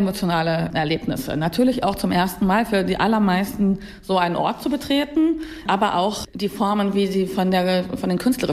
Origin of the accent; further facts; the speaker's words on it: Hanover, Lower Saxony, Germany; Bin gebürtig aus Hannover, komme immer noch gerne zu Besuch nach Hannover und vor allem auch nach Braunschweig.